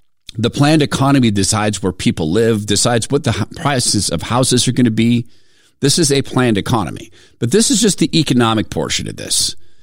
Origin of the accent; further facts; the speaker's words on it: Spokane, Washington, United States; I grew up in Spokane, Washington, and there's many people who were plenty happy and created plenty of happy lives for themselves working in, say, Kaiser Aluminum.